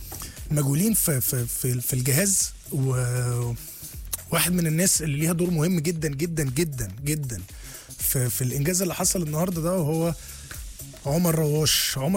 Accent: Egypt

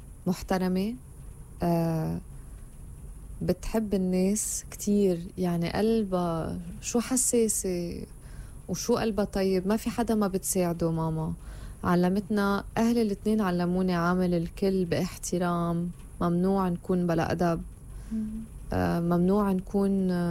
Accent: Lebanon; مش هيك أنا لما بيجي لهون بيقولوا لي أنت شو إحساسك كلبنانية عم تشتغلي بمصر؟

